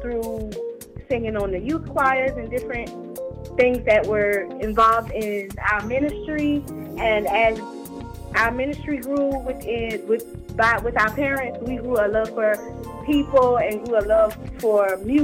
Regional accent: Allison, South Carolina, United States; So we are from South Carolina. We're from a little small town called Allison. We began as children singing for our parents.

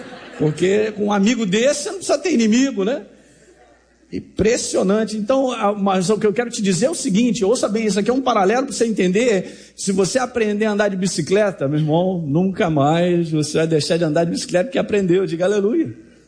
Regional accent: Governador Valadares, Minas Gerais, Brazil; moved away; onde eu morava, no interior de Minas, eu sou de Governador Valadares, aquela cidade maravilhosa

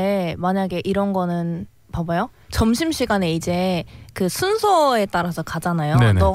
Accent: South Korea; 저희는 다 한국인이니까.

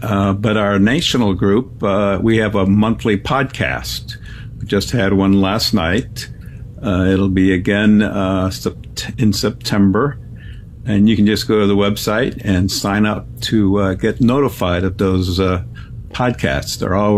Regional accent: Chicago, Illinois, United States; first language German; also born or lived in Cologne, Germany; So my dad took us all, the three of us immigrated to Chicago. And that is basically where I grew up. My mom says when I was younger, I could only speak German. That's what I learned from my parents because they were both Germans, immigrants.

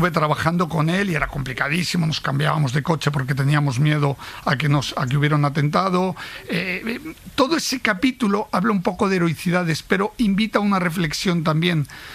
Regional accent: Italy; Yo soy también italiano, mi mujer es italiana

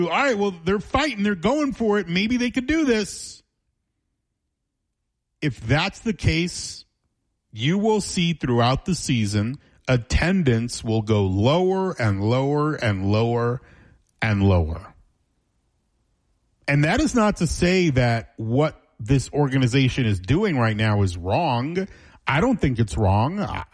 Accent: Florida, United States; I grew up in South Florida. I have lived in South Florida my entire life.

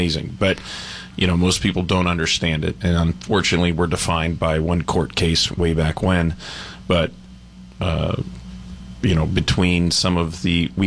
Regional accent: Rockland County, New York, United States; moved away

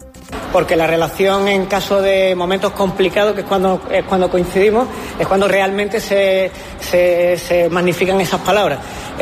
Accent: Vélez-Málaga, Andalusia, Spain; todos los compañeros que somos de aquí de la tierra

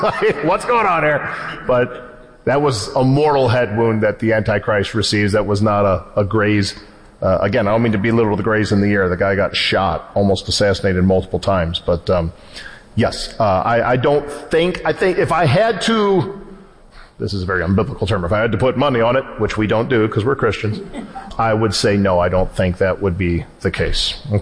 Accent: United States; as an American

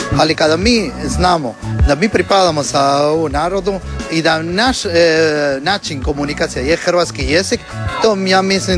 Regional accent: Argentina; Croatian is a second language; Ja sam odrastao u Argentini, ali ja sam uvijek imao ove pitanje. Otkud sam ja?

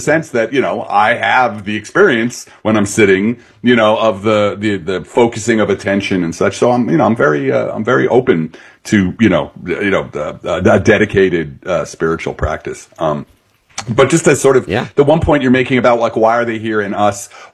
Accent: Belleville, New Jersey, United States

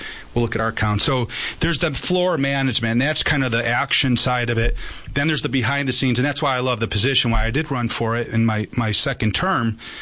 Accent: Chicago, Illinois, United States; Well, I was born in Chicago, Park Ridge, to be the, at least the hospital. Anyways, but I lived most of my life in Chicago.

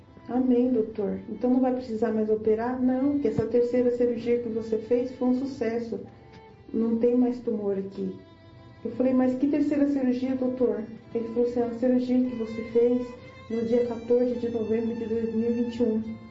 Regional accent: São José dos Campos, São Paulo, Brazil; sou da cidade de São José dos Campos.

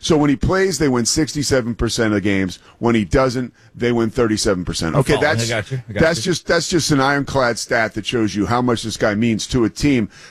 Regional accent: Philadelphia, Pennsylvania, United States; I'm from Philly. I have like pretty strong media ties there.

